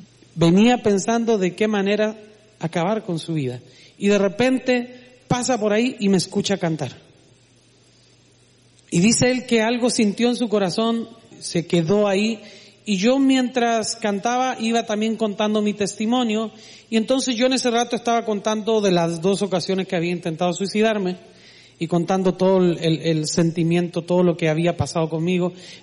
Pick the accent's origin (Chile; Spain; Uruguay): Chile